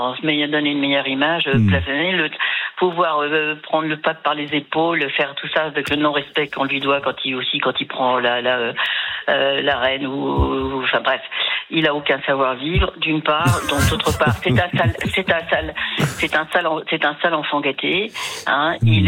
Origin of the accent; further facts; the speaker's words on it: Paris, Île-de-France, France; Oui, je suis parisienne.